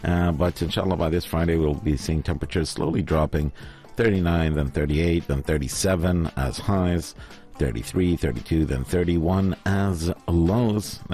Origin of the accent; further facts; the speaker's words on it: Dhofar, Oman; the Fahd, my homeland, my hometown.